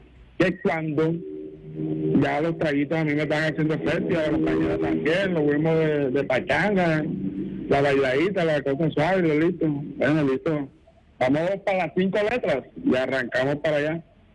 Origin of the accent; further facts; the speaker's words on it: Bolívar, Colombia; O sea, yo vivo acá en el Salvaje, pero yo soy costeño. Pero en la región momposina.